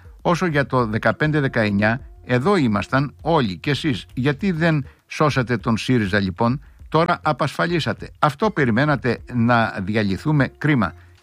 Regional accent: Crete, Greece; Ναι, έχουμε μια μητριαρχική οικογένεια στην Κρήτη

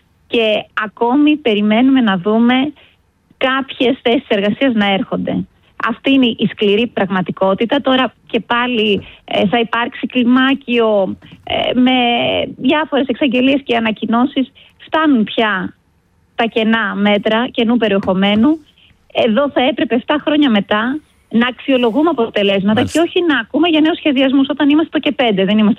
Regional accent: Kozani, Western Macedonia, Greece; Εγώ είμαι από την Κοζάνη, μένω στην Κοζάνη.

